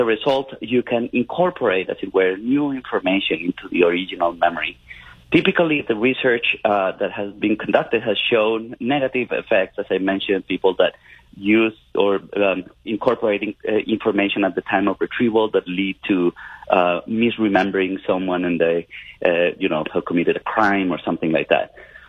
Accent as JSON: {"language": "English", "region": "Bogotá", "country": "Colombia", "tie": "born or raised there", "said": "I'm from Colombia. I grew up in the 1980s and 1990s in a very, very violent country in a very violent city, which was Bogotá."}